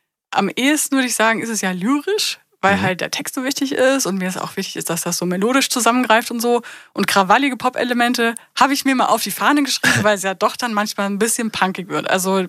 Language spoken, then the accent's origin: German; Thuringia, Germany; Und weil ich das ist ja meine Heimatregion, also Thüringen, da spiele ich auch gerne mal.